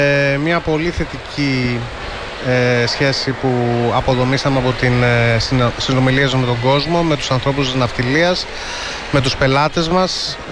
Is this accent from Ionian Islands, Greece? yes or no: yes; Corfu, Ionian Islands, Greece; Και εγώ νησιώτης είμαι από την Κέρκυρα. Και εγώ γιος ναυτικού είμαι.